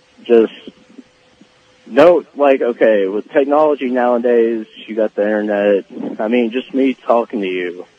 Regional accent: Southern United States, United States; now in Houston, United States; I'm a spiritual person. I was born and raised Southern.

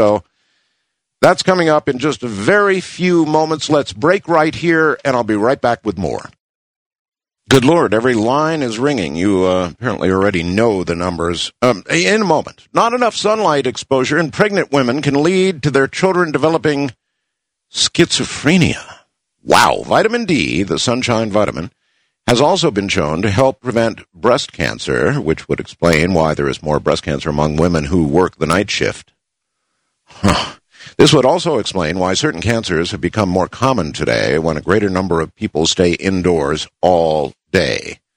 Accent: Mexico, New York, United States; My hometown of Mexico, New York, has about 72 inches of snow.

